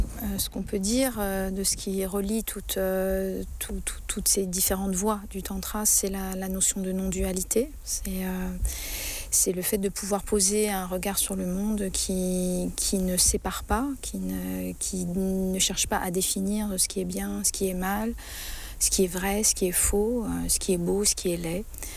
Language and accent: French; France; en tant que Française